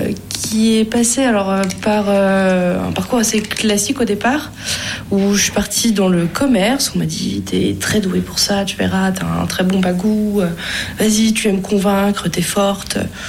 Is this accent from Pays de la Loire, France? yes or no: no; Auvergne-Rhône-Alpes, France; je suis contente d'être revenue aujourd'hui finalement à côté de Lyon, puisque c'est là où j'ai grandi et je suis installée